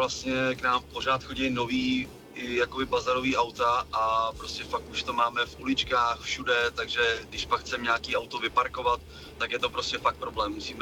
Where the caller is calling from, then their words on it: Jičín, Hradec Králové Region, Czechia; Ale jsme z Jičína.